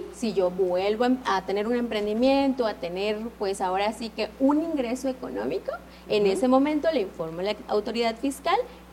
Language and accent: Spanish; Mexico; nuestras obligaciones como mexicanos, en todas partes.